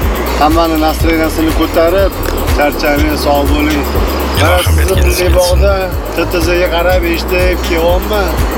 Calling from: Tashkent, Uzbekistan; Yunusobod 14-chi kvartal

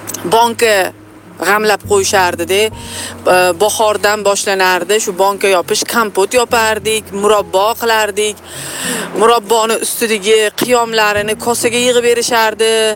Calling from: Tashkent, Uzbekistan; Yunusoboddan

